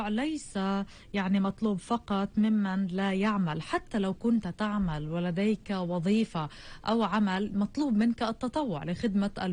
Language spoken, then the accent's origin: Arabic; Palestine; ونحن كفلسطينيين نشأنا على التطوع ومبدأ التطوع منذ زمن وأيام العونة.